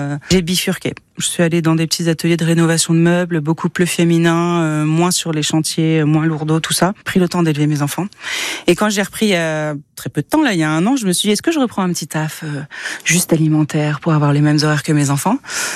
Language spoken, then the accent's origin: French; Tours, Centre-Val de Loire, France; je suis une Tourangelle de 42 ans